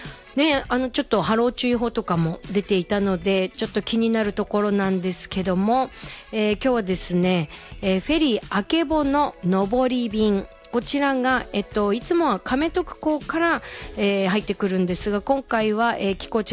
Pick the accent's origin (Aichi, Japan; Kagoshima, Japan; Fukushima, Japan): Kagoshima, Japan; Uken; はい、生まれ育ったところで、もう本当にとっても素敵な場所なのでね。宇検村ね、検問がいるっちば。